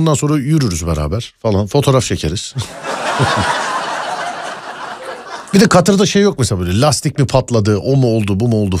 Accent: Ulus, Bartın Province, Turkey; Benim köyüm Bartın Ulus Köyü'dür

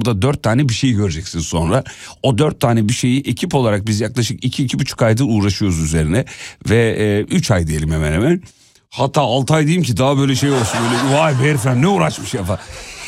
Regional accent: İzmit, Kocaeli, Turkey; now in Istanbul, Turkey; Ben İzmitliyim kardeşim. Böyle söyleyince de kızıyorlar. Oğlum sen Erzurumlu değil miydin diye. Ya özüm orası. Anam babam Erzurumlu. Ya benim de özüm orası ama İzmit'te doğdum büyüdüm.

